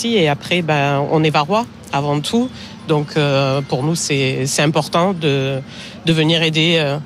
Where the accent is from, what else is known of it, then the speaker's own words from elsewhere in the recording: Cabasse, Provence-Alpes-Côte d'Azur, France; Oui, moi je suis donc de Cabas, c'est un village plus au sud